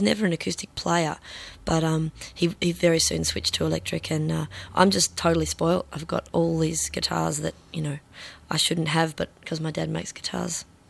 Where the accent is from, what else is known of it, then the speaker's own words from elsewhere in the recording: Daylesford, Victoria, Australia; I grew up outside of Daylesford in a mud brick house, very isolated